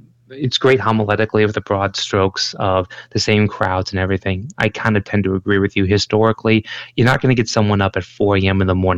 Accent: Michigan, United States; I'm from Michigan, so my accent, have an accent.

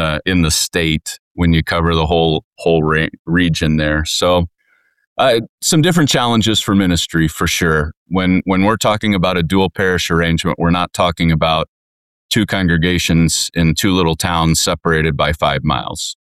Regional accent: Kansas City, United States; now in Billings, United States; my hometown in Kansas City

